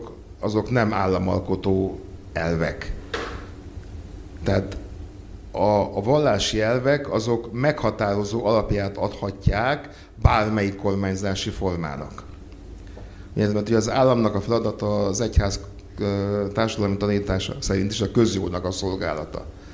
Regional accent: Kecskemét, Bács-Kiskun, Hungary; born there; hát például az én szülővárosomban, Kecskeméten

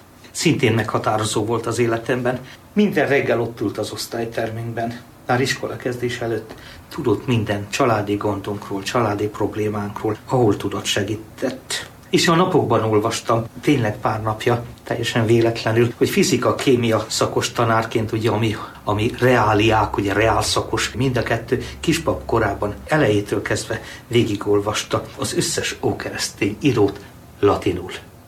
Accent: Pápa, Veszprém County, Hungary; Ha csak tehettem, itt voltam pápán. Pápán születtem, azóta is itt élek.

